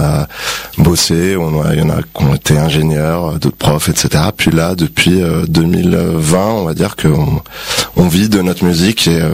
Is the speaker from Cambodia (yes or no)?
no; Île-de-France, France; on vient d'une petite ville, donc dans le 78, effectivement, pas dans le 95.